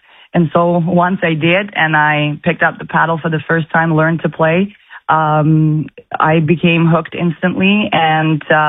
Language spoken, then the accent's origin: English; Kazakhstan; moved away as an adult; also born or lived in England; now in Regina, Canada; I am originally from Kazakhstan. I went to school in England. I met my husband in Europe and then decided to come out and visited him in Canada.